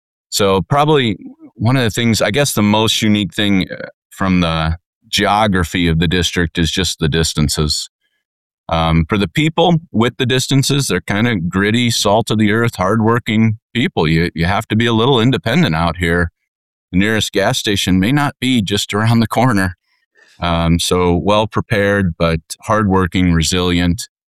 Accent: Kansas City, United States; now in Billings, United States; my hometown in Kansas City

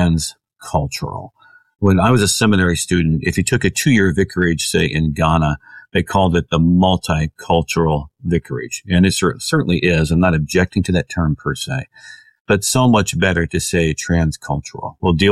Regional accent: Indiana, United States; I'm from Indiana, so I know my corn and my soybeans

